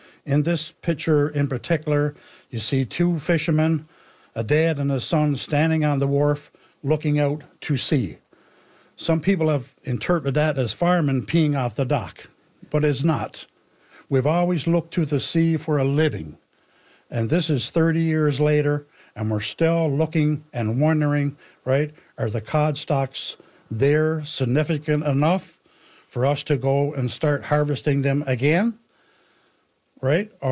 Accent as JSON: {"language": "English", "region": "Newfoundland and Labrador", "country": "Canada", "tie": "born or raised there", "also_born_or_lived": "Corner Brook / St. John's", "said": "I was reared up here in Port Oshawa."}